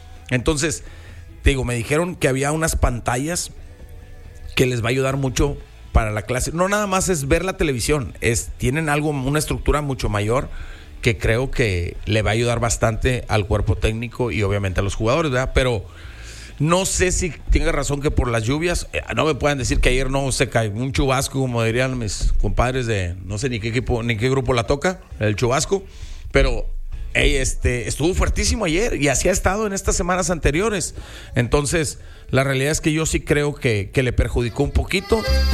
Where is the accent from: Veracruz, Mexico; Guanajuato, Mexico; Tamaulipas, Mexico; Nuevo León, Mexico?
Nuevo León, Mexico; Monterrey; nosotros los regiomontanos